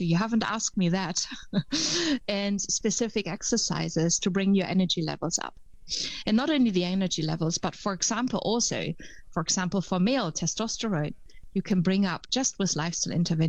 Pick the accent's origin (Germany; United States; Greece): Germany; English is a second language; now in Netherlands; I am originally German, but I'm calling in from the Netherlands at the moment.